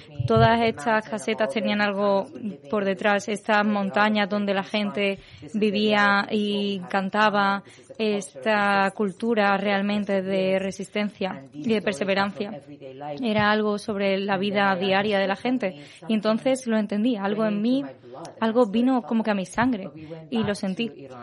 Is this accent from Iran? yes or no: yes; Iran; now in Spain; cuando me fui de Irán, esta casete de hecho estaban destrozados de todo lo que había escuchado y ahí empecé a bailar y luego a cantar y aquí es donde he terminado